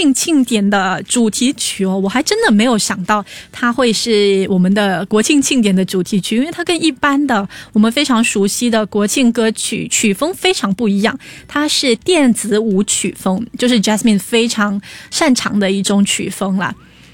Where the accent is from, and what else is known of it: Singapore